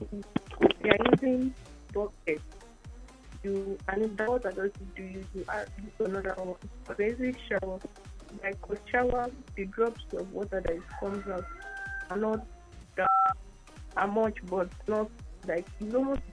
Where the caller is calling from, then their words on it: Rumuokuta, Rivers, Nigeria; From Okuta.